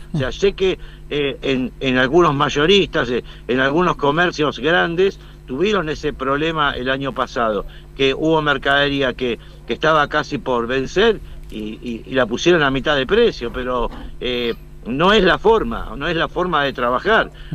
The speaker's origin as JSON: {"language": "Spanish", "country": "Argentina", "said": "El argentino, soy argentino, los argentinos siempre somos optimistas, ¿no es cierto?"}